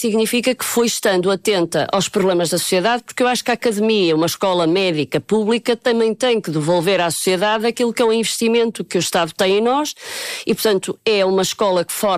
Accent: São João da Madeira, Aveiro, Portugal; moved away as an adult; Não, eu sou de São João da Madeira, aos 18 anos a minha vida foi em São João da Madeira e depois é que fui para o Porto para a faculdade.

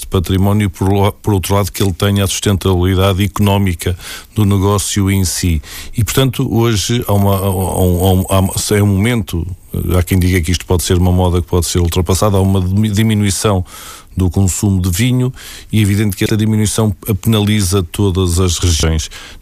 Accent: Peso da Régua, Norte, Portugal; particularmente que sou de Peso da Régua, de facto temos ali um microclima e no verão aquilo já aquece há muito tempo

